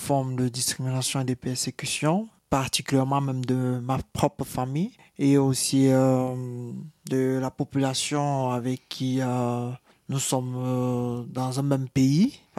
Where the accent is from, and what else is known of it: Cameroon